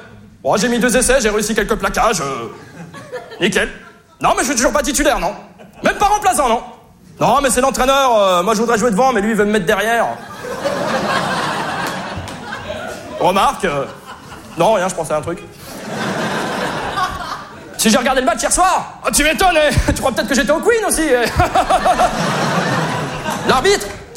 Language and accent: French; Bourg-la-Reine, Île-de-France, France; J'ai 29 ans. Je viens de Bourg-le-Roi, de Bourg-la-Reine.